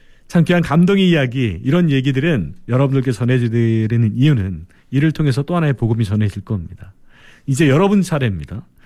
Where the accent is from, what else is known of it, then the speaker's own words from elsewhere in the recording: Cheongju, North Chungcheong, South Korea; 저도 이 충청도 청주 사람이지만